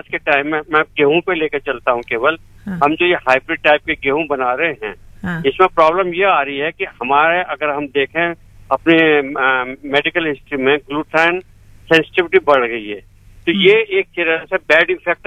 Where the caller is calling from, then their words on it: Ghaziabad, Uttar Pradesh, India; मैं गाजियाबाद से बोल रहा हूँ